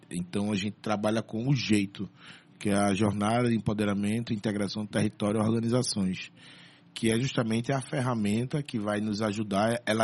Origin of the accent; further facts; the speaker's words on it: Brazil; a gente é daqui da Várzea, né? Em sua maioria, não todo mundo, mas a gente surge aqui da Várzea.